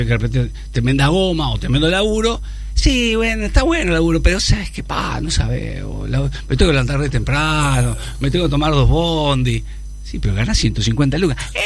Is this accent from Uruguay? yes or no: yes; Uruguay